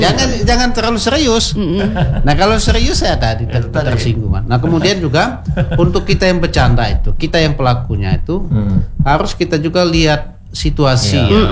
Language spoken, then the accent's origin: Indonesian; Bengkulu, Indonesia; kalau kami ini merantau nanti ke Jogja, kami berkata kami orang Bengkulu